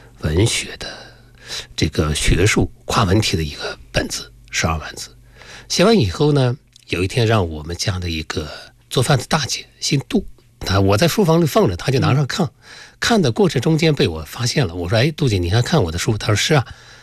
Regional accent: Wuwei, Gansu, China; moved away; 就在我的老家凉州啊

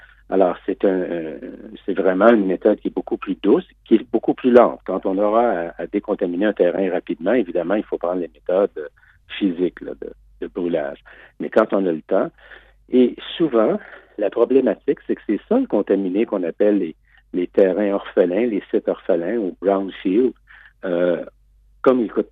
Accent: Canada; pour nous qui avons la chance de voyager, d'aller souvent en Chine quand on est Canadien

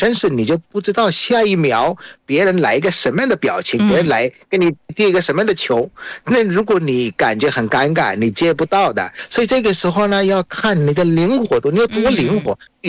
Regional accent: Bangladesh; Chinese is a second language; 我是来自于孟加拉国的

